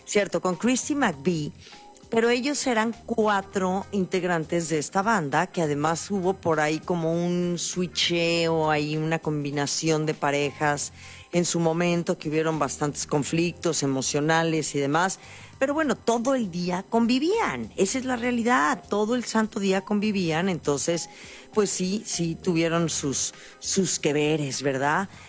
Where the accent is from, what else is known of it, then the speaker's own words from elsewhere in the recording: Mexico; Hay que aplaudirnos por ser mexicanos